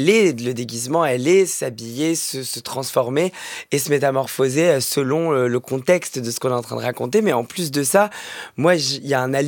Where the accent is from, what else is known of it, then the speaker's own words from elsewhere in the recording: France; on est français, donc ça, c'est quelque chose que je regarde avec un œil amusé